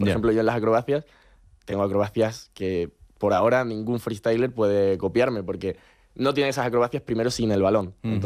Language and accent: Spanish; Spain; soy el español con el ranking más alto que va para allá a representar a España.